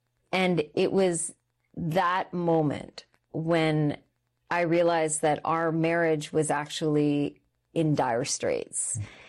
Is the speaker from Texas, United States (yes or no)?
yes; Texas, United States; also born or lived in Calgary, Canada / Sri Lanka; So I was born in Canada. I was born in Calgary, and then my family shifted to the States. So I grew up in Texas for a while